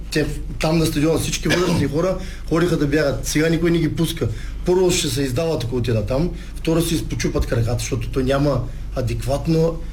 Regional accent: Plovdiv, Plovdiv Province, Bulgaria; аз съм от Кичук Париж. Израснал съм там, тренирал съм в Спартак.

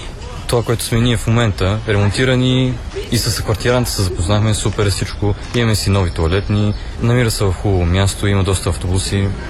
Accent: Plovdiv, Plovdiv Province, Bulgaria; Ние двамата сме от Пловдив.

